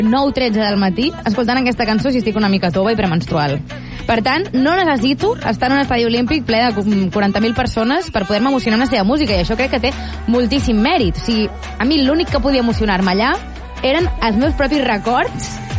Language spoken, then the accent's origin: Catalan; Catalonia, Spain; com a catalans